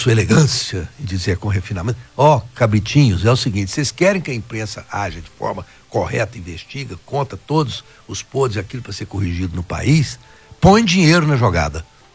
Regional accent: Rio Verde, Goiás, Brazil; Porque eu sou de Rio Verde, sou bobinho

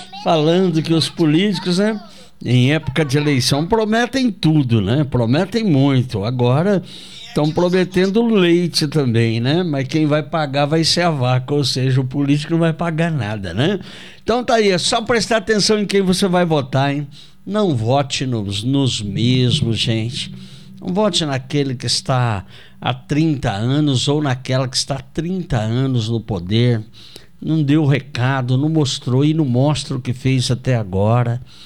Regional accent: Brazil; somos nós brasileiros.

